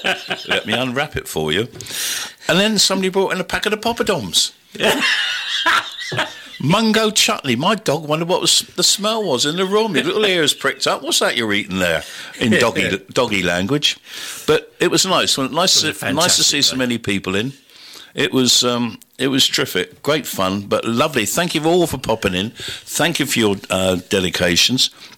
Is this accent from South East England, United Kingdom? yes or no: yes; Buckland, South East England, United Kingdom; How would you pronounce it? Because I come from Buckland.